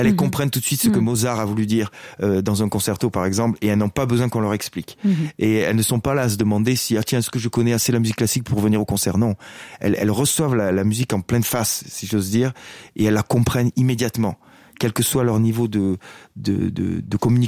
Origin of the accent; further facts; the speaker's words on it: Occitanie, France; Donc moi je suis des Hautes-Pyrénées, donc c'est un endroit où, voilà, c'est l'endroit où je suis né et où j'habite encore aujourd'hui d'ailleurs.